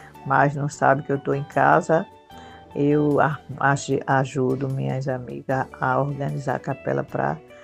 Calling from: Paulista, Pernambuco, Brazil; sua bênção. Sou daqui da cidade de Paulista, Pernambuco.

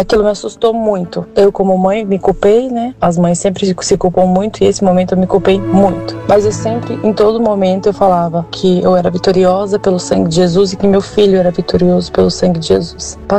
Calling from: Campinas, São Paulo, Brazil; eu sou de Campinas.

